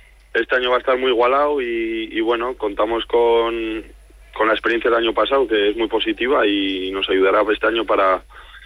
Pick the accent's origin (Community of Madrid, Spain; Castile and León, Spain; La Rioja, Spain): La Rioja, Spain; Soy un riojano bastante falso. No me gusta el vino, no me gusta la cerveza.